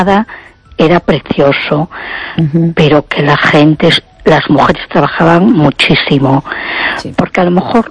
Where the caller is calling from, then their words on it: A Coruña, Galicia, Spain; de Coruña.